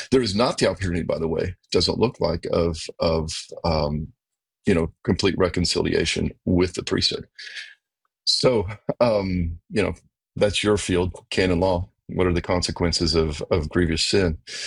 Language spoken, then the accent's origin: English; Georgia, United States; I pronounce things wrong because I'm from Georgia